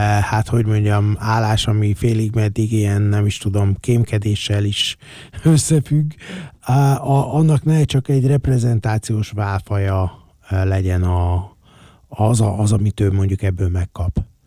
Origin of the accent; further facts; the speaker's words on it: Hungary; magyarok vagyunk, nem?